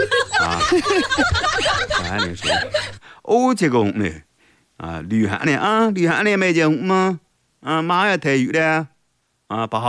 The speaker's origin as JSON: {"language": "Chinese", "town": "Donghai", "region": "Jiangsu", "country": "China", "said": "我是东海的。"}